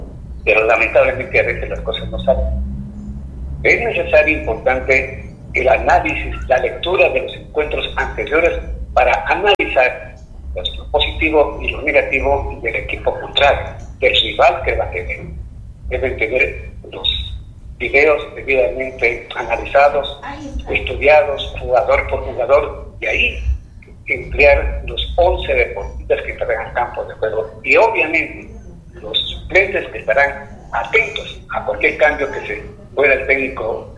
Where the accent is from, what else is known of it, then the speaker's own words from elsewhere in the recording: Ecuador; Como ecuatoriano, quiero y les deseo de todo corazón que el equipo nuestro salga por la parte.